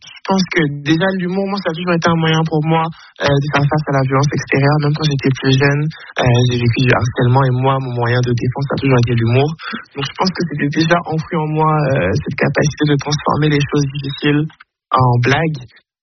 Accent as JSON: {"language": "French", "country": "Côte d’Ivoire", "tie": "born or raised there", "lives_now": "France", "said": "Moi j'ai grandi en Côte d'Ivoire, là-bas il n'y a pas la question de la race, du racisme, tout le monde était noir."}